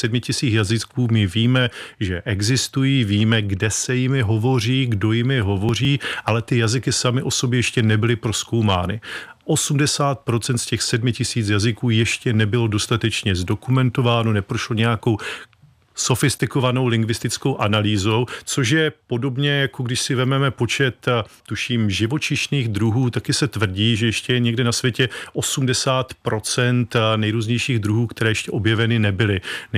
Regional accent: Opava, Moravian-Silesian Region, Czechia; já pocházím ze Slezska, z Opavy, pracuji v Ostravě, takže to je taková, řekněme, příhraniční oblast

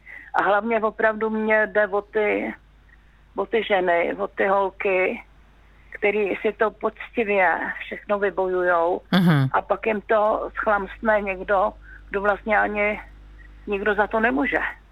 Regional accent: Horní Slavkov, Karlovy Vary Region, Czechia; also born or lived in Ostrava; Jsem se narodila sice v Ostravě, vyrostla jsem v západních Čechách, v Horním Slavkově, ale tak jsme se přestěhovali na malou vesničku.

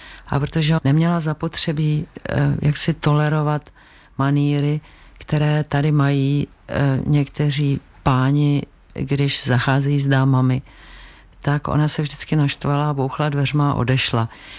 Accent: Prague, Czechia; My jsme vyrůstali v Dejvicích na jednom dvoře.

